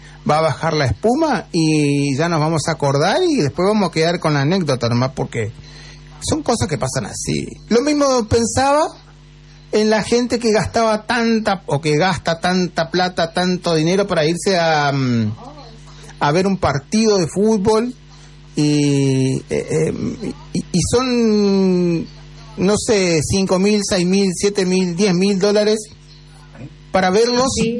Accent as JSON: {"language": "Spanish", "country": "Argentina", "said": "soy argentino"}